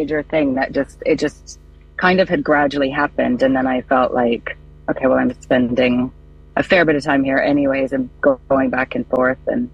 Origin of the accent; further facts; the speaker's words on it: Wingham, Ontario, Canada; moved away as an adult; also born or lived in Toronto, Canada; now in London, United Kingdom; From a very small town called Wingham, which is in southwestern Ontario. And then I spent a lot of years in Toronto until recently. I just packed up and moved over here about 3 months ago.